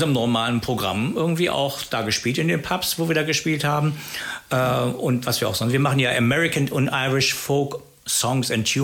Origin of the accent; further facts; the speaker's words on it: Göttingen, Lower Saxony, Germany; moved away as an adult; now in Bremen, Germany; ich komme aus Göttingen.